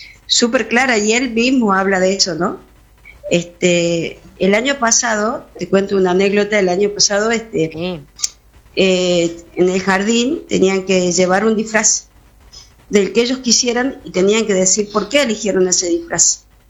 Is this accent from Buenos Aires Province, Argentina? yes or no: no; Campo Quijano, Salta, Argentina; Bueno, nosotros somos de Campo Quijano, es un pueblito en Salta, que está a 30 kilómetros de la capital de Salta. Ya estamos a los pies del cerro.